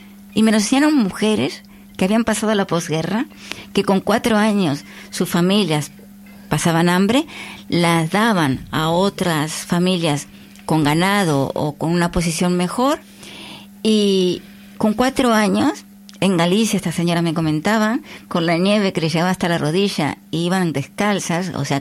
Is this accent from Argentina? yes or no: no; Uruguay; moved away as an adult; now in Spain; yo vengo de un país tercermundista, de América Latina, soy de Uruguay, ¿no?, donde el divorcio siempre ha existido